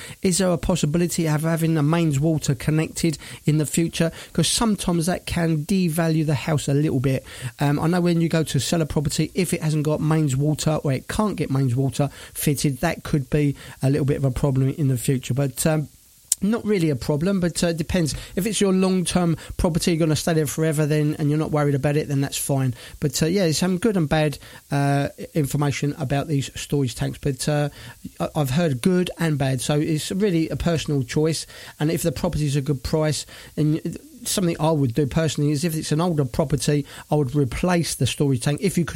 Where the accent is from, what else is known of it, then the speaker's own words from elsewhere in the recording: Brighton, South East England, United Kingdom; And she's a singer, songwriter, and a vocal coach in my hometown of Brighton.